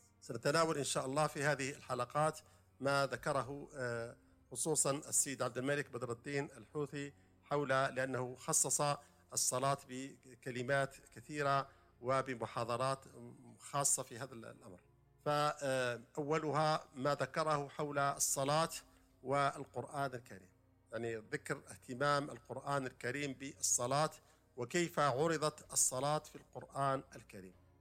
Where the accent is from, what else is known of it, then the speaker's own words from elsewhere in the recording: Algeria; يعني مثال بسيط عندنا في الجزائر، المذهب المالكي في الجزائر